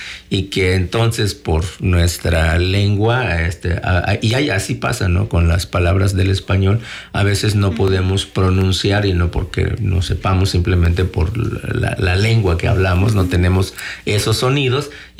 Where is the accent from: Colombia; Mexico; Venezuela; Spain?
Mexico; Huasteca; la mayoría de los que somos de la Huasteca